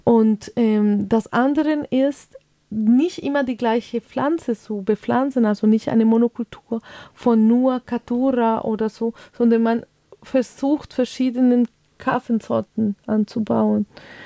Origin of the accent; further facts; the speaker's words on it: Colombia; German is a second language; Also ich bin aus Kolumbien und mit diesen Kultur aufgewachsen